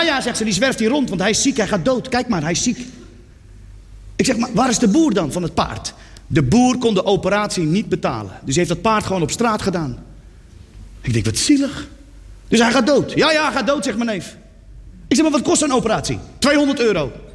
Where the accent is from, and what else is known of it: Netherlands